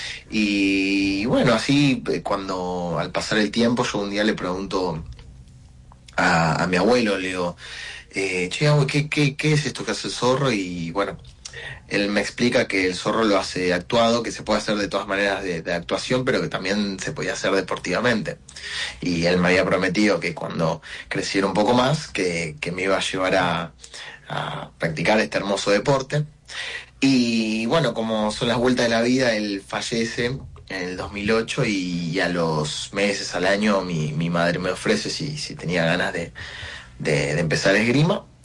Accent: Vicente López, Buenos Aires Province, Argentina; also born or lived in Posadas, Misiones; Toda mi vida, yo nací en Misiones Posadas, pero toda mi vida criado en Vicente López.

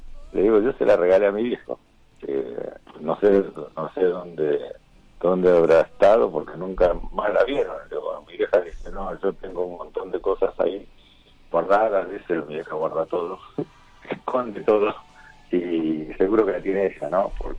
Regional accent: Tucumán, Argentina; moved away; Somos tucumanos

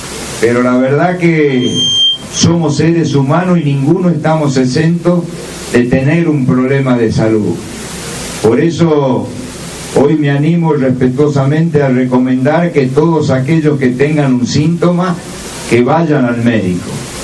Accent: Tucumán, Argentina

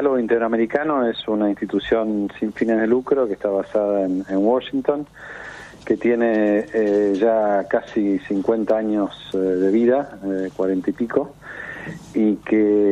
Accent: Argentina; Y me parece que como argentinos es un enorme regalo tener la posibilidad de, aunque sea por tres días, tener a un papa en la región, tener un papa en Argentina

